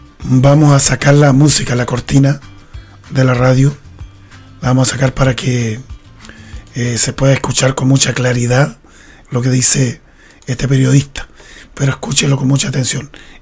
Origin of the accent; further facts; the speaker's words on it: Chile; los chilenos pasemos nuestra vida sentados a lo caupolicán